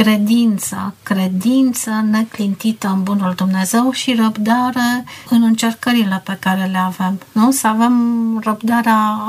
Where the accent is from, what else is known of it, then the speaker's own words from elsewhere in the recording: Vatra Dornei, Suceava County, Romania; moved away; Eram plecată din Vatra Dornei de mulți ani și mi-era dor.